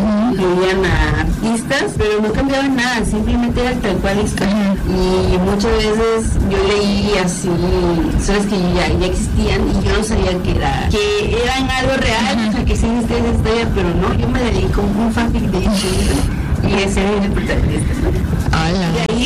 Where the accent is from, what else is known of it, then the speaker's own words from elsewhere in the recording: Tabasco, Mexico; yo soy de Tabasco también.